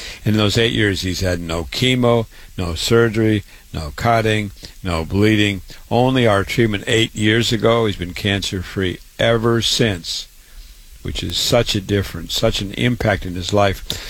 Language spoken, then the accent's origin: English; Waterloo, Iowa, United States; now in New York City, United States; born and raised in Waterloo, Iowa, went to public school, university, medical school